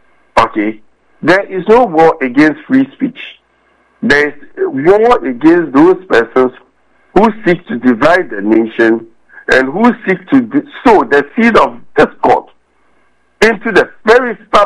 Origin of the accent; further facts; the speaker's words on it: Tamale, Northern Region, Ghana; I remember growing up in Zegbeli, Tumali.